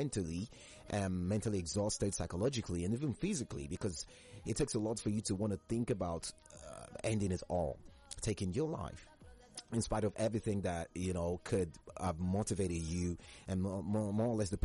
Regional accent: Nigeria

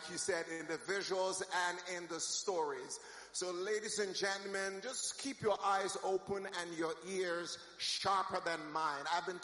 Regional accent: Nigeria; sometimes they ask me, oh, you like your Nigerian? I say, of course I am Nigerian.

